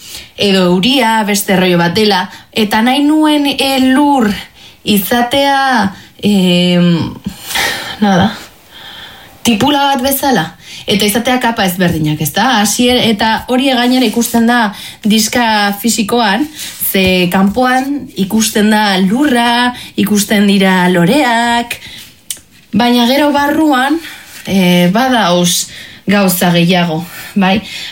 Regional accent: Bilbao, Basque Country, Spain; Ni Bilbotarra naiz, eta askotan ikusten dut eta entzuten ditut kantak hitz egiten dutena herri baten bati buruz.

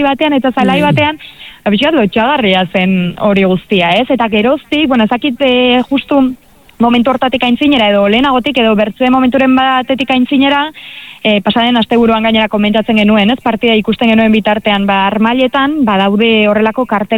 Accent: Lesaka, Navarre, Spain; aspaldiko kontua da, baino nire herrian, Lesakan, oroitzen naiz

